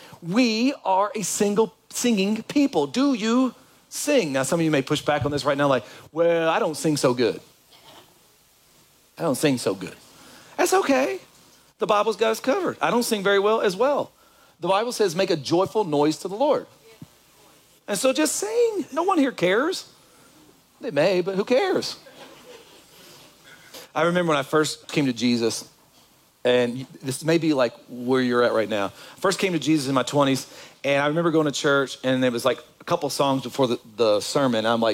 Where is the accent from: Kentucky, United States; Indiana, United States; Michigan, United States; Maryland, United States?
Kentucky, United States; Hey, I'm from Kentucky. When you're in Kentucky and when you hear my old Kentucky home, oh, it does something.